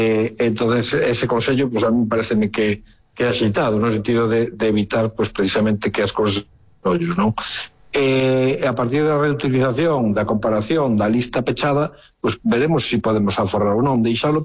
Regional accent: Lugo, Galicia, Spain

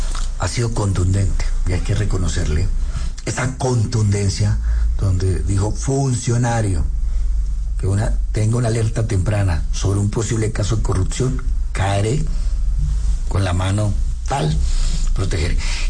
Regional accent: Colombia; estas historias de vida nos hacen levantarnos como colombianos, con ímpetu, con decisión, con transparencia

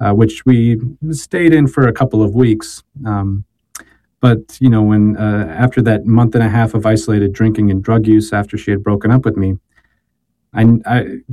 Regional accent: Wisconsin, United States; As you mentioned, grew up in Northeast Wiscon

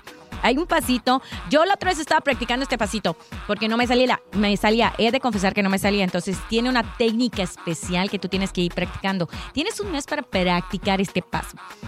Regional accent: Yucatán, Mexico; como nosotros decimos, como buenos yucatecos

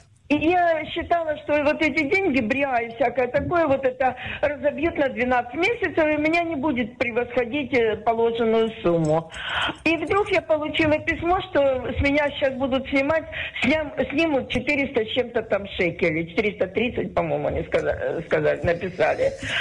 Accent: Luhansk, Luhansk Oblast, Ukraine; Я из Луганска.

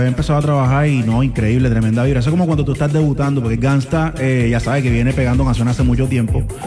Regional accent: Cartagena, Bolívar, Colombia; now in Medellín, Colombia; yo soy de aquí de Olaya, pero radico en la ciudad de Medellín

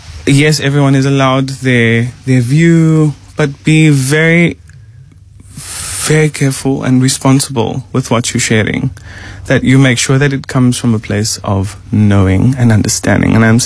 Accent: South Africa

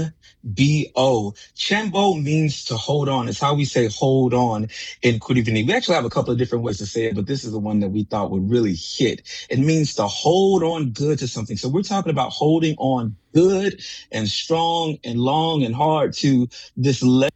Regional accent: Baton Rouge, Louisiana, United States; Okay, well, I am a little boy born and raised in Baton Rouge. I'm a Louisiana Creole.

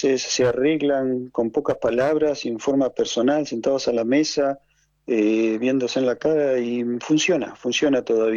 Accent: Argentina; now in Germany; si como argentino, digamos, o latino

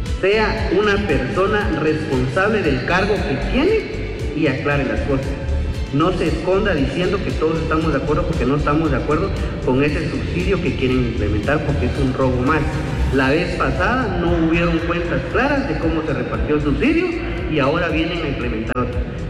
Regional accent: San Marcos, Guatemala; Nosotros somos del departamento de San Marcos, albergamos alrededor de 170 asociaciones de transporte

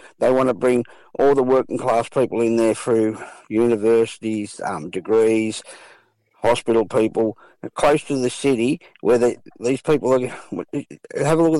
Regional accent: New South Wales, Australia; born there; and I was born in Wiradjuri country

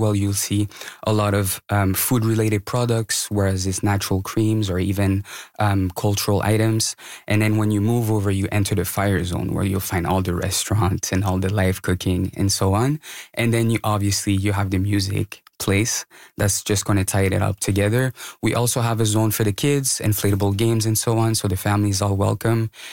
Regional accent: Burundi; now in Montreal, Canada; And I'm personally originally from Burundi as well

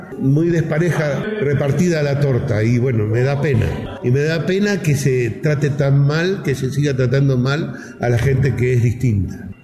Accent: Argentina; Yo soy fanático de la Argentina

